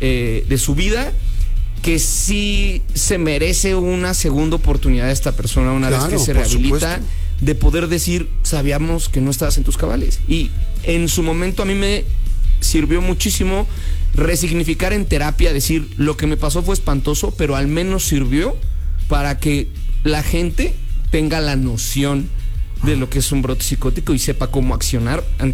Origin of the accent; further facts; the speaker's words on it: Mexico; si elegimos como mexicanos